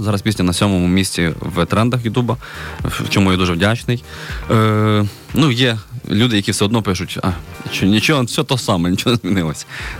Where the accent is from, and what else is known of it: Khmelnytskyi, Khmelnytskyi Oblast, Ukraine; born or raised there